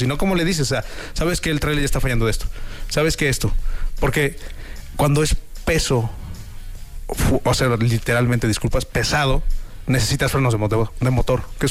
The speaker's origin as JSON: {"language": "Spanish", "town": "Villa de Reyes", "region": "San Luis Potosí", "country": "Mexico"}